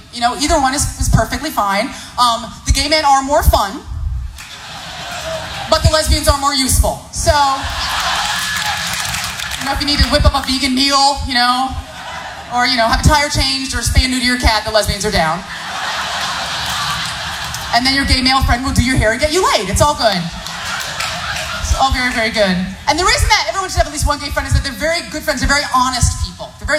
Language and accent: English; San Francisco, California, United States; I love gay people. I grew up in San Francisco. It's like a rule.